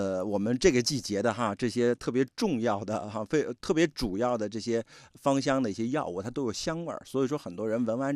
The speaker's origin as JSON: {"language": "Chinese", "region": "Jiangsu-Zhejiang area", "country": "China", "tie": "born or raised there", "moved": "yes", "said": "你看比如说像我的老家在江浙地区，我们可能夏天就会用稻草"}